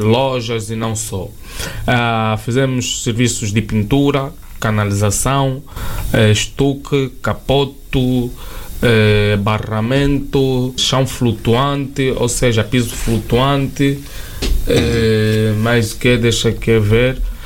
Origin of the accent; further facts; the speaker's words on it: Angola; moved away; eu sei que quando eu saí de Angola, eu saí de lá e prometi para mim mesmo que eu, quando voltasse aqui, eu tenho de ser o melhor empresário que existe em Angola.